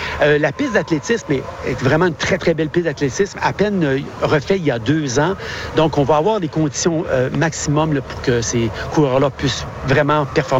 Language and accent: French; Quebec, Canada; Moi, je suis originaire du Québec.